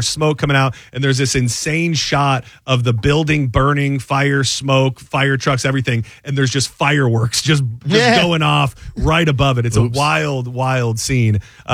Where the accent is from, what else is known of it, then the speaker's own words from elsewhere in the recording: Lapeer, Michigan, United States; He's from Lapeer. He's from my hometown.